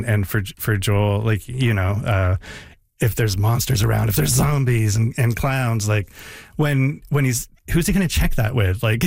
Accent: Canada; born or raised there; also born or lived in San Francisco, United States

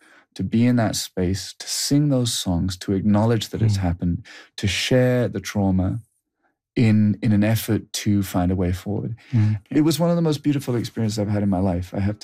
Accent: United Kingdom; And, you know, because I'm a Brit, I was nervous I was going to get dehydrated

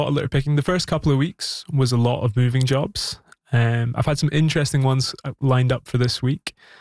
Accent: Scotland, United Kingdom; now in Montreal, Canada; So I'm helping out with the Montreal Highland Games, which is a sort of shout out to where I'm from Scotland.

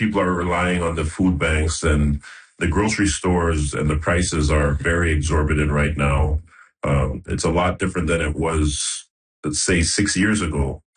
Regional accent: Toronto, Ontario, Canada; for somebody that's born and raised in Toronto

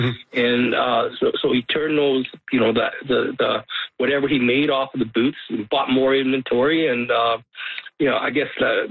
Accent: Red Deer, Alberta, Canada; born there

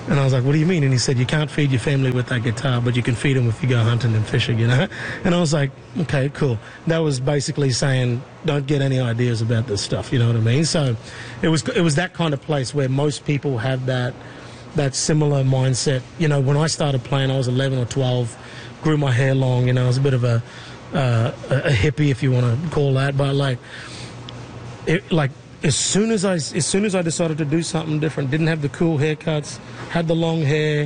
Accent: Mossman, Queensland, Australia; This is in Mossman, Queensland, yeah, my hometown of Mossman. And so we're also from the same tribe as well in that town.

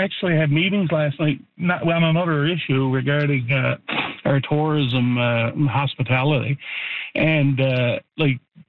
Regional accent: Newfoundland and Labrador, Canada; as a Newfoundlander and Labradorian

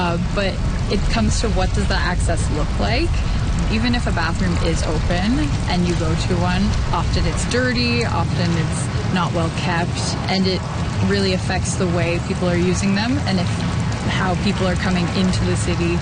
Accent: Tantallon, Nova Scotia, Canada; Well, I'm from Tantallon

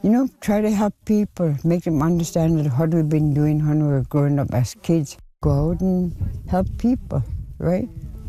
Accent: Reindeer Station, Northwest Territories, Canada; now in Inuvik, Canada; I'm from Reindeer Station, but I live in Inuvik now, and I've been here for a long time.

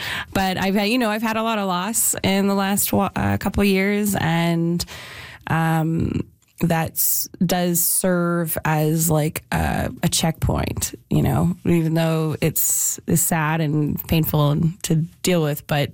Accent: Calgary, Alberta, Canada; I come from Calgary, Alberta, and I'm a singer-songwriter.

